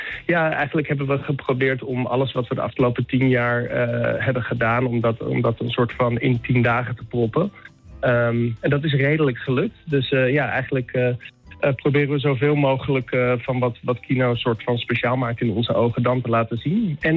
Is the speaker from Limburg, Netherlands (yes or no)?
no; Amsterdam, North Holland, Netherlands; now in Rotterdam, Netherlands; dat wij eigenlijk uit Amsterdam komen.